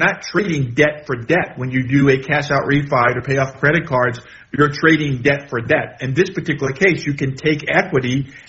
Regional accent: New Orleans, Louisiana, United States; I'm from New Orleans.

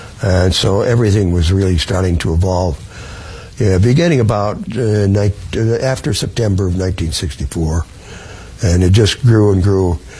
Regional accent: North Dakota, United States; born there; moved away; I was up in North Dakota, my home state.

